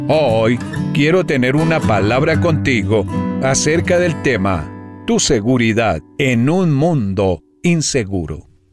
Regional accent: New York City, New York, United States

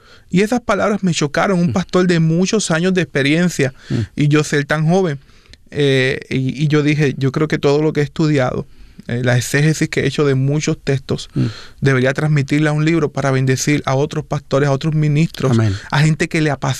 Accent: Puerto Rico; Un tema que en mi país ha sido muy controversial en Puerto Rico.

